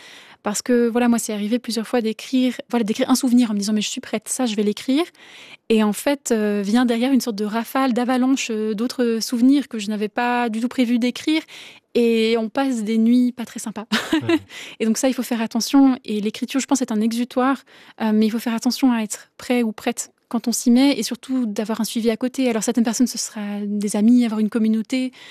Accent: Romandy, Switzerland; en tant que Suisse, que Suisse romande.

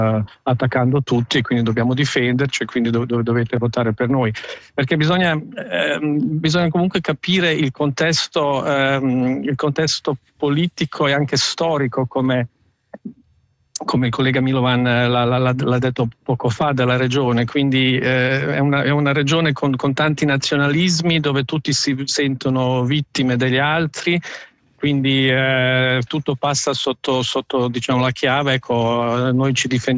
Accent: Sarajevo, Federation of Bosnia and Herzegovina, Bosnia & Herzegovina; moved away; io sono Io sono nato a Sarajevo, ho vissuto lì fino all'inizio della guerra, ci sono stato anche nei primi 10 giorni della guerra

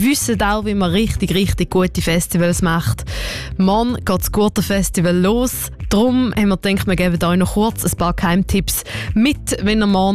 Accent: Eastern Switzerland, Switzerland; accent: Eastern Swiss German; Ich habe es nicht so gut, logischerweise, mit meinem eckigen Ostschweizer Dialekt

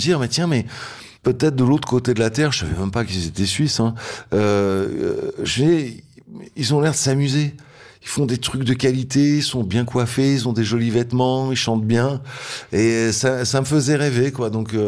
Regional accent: Île-de-France, France; j'ai grandi dans le Vaudois, dans une banlieue quand même assez lointaine, relativement triste, avec pas grand chose à faire

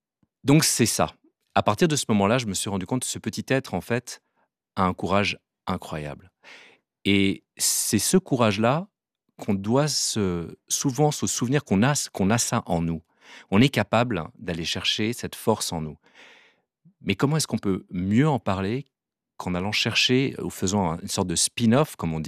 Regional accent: Switzerland; Si on parle qu'on est suisse quand on va à l'étranger, souvent, Guillaume Tell, c'est un des personnages de légende qu'on connaît.

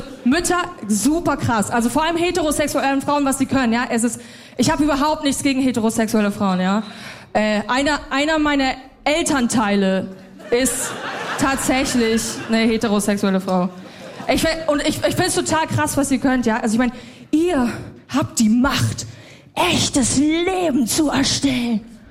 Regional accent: Bavaria, Germany; Und es ist mir auch so ein bisschen peinlich, aber ich bin in Bayern groß geworden.

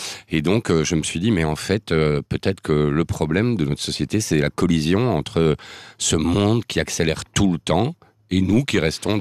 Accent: Belgium; comme on dit chez nous en Belgique

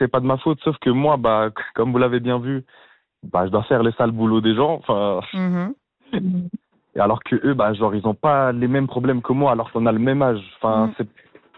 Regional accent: Kosovo; Du Kosovo.

